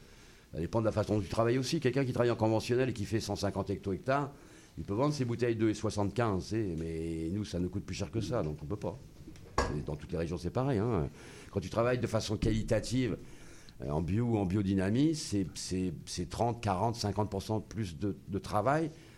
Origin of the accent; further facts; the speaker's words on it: Loire, France; parce qu'on est de la Loire, Karine et moi